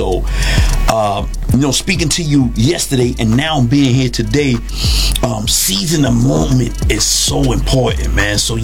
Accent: Bronx, New York, United States; Growing up in the Bronx, of course, you know, they say we are the Mecca of it all. How about

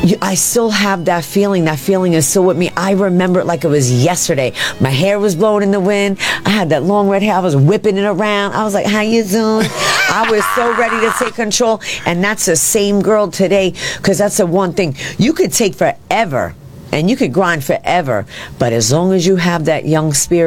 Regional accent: New York City, New York, United States; born or raised there

